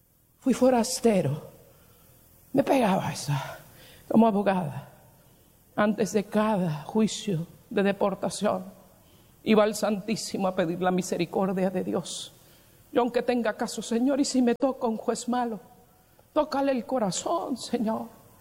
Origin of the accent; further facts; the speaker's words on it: Puerto Rico; born there; moved away as an adult; Nací ciudadana americana, nací en Puerto Rico, donde es territorio americano. Y tuve que agarrar mis maletas solamente y llegar aquí